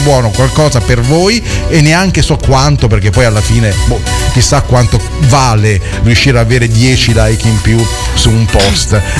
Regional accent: Rome, Lazio, Italy; now in Canary Islands, Spain; Io da romano

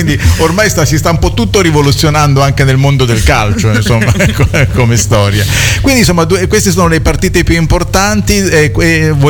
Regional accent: Rome, Lazio, Italy

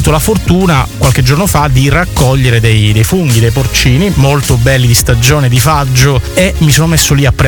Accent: Sicily, Italy; E in particolare io sono un esperto di Etna, come sai sono siciliano.

